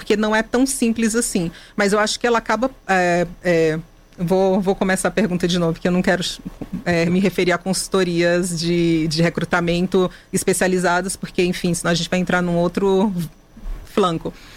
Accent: Ceará, Brazil; porque eu fiz Federal do Ceará, né? Eu sou do Ceará.

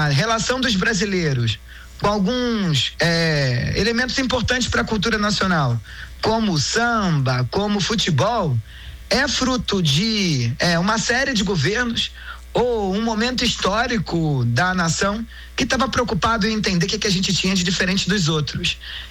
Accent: Brazil; essa habilidade que nós brasileiros temos quando saímos do Brasil para qualquer outro lugar, e você diz sou brasileiro e a pessoa dá um sorriso

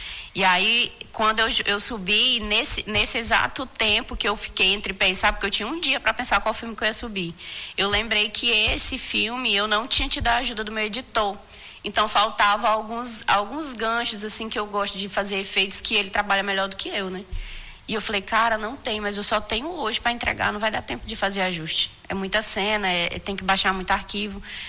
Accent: Acre, Brazil; Tô falando como acriana

